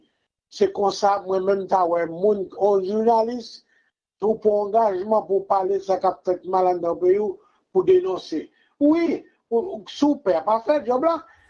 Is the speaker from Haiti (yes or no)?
yes; Haiti; Moi mes pays d'Haïti, parle pas sain.